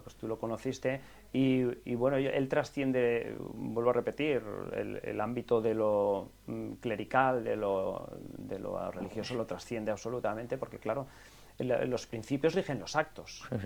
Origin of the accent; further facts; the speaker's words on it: Catalonia, Spain; Yo vengo de Cataluña, en donde esto lo observamos día tras día.